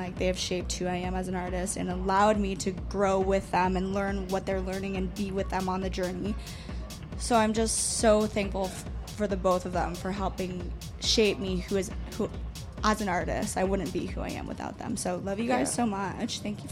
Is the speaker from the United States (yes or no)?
no; Windsor, Ontario, Canada; I grew up in Windsor